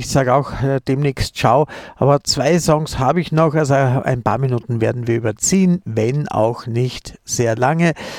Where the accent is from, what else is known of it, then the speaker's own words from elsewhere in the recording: Austria; Ich als Österreicher kenne doch eure Künstler nicht.